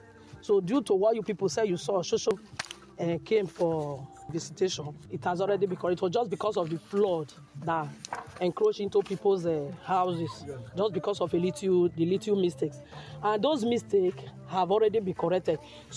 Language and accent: English; Nigeria; I'm a native of Egwari Rohi.